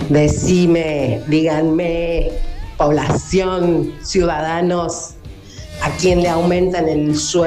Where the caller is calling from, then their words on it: Cosquín, Córdoba, Argentina; de Cosquín.